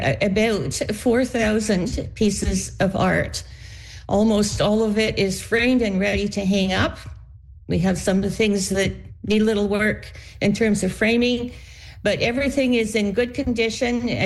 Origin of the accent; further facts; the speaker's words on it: Canada; We've made a commitment as Canadian grandmothers in 2006